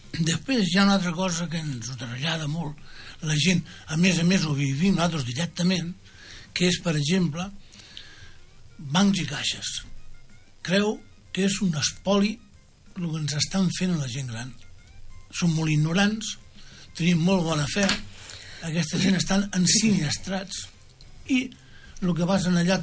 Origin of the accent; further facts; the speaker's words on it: Rubí, Catalonia, Spain; born there; vam néixer aquí a Rubí.